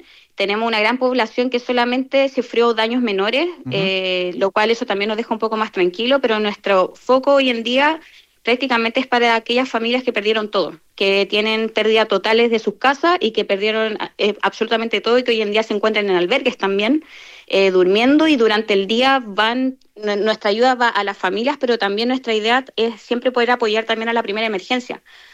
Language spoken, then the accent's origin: Spanish; Chile; nos encontremos como chilenos